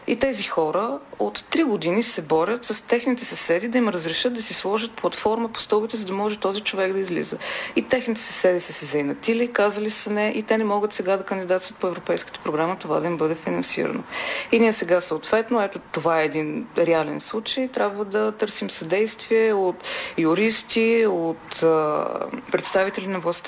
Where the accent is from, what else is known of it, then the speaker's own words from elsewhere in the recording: Plovdiv, Plovdiv Province, Bulgaria; аз съм от Пловдив